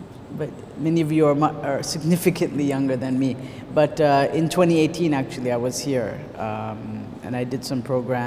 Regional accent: Toronto, Ontario, Canada; moved away; And I was brought up in the West. I mean, brought up in Toronto. I'm a native of Toronto, brought up there.

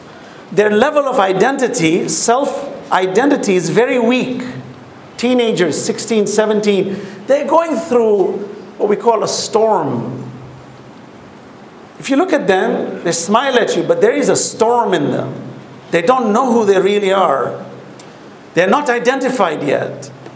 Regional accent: Dar es Salaam, Tanzania; born or raised there

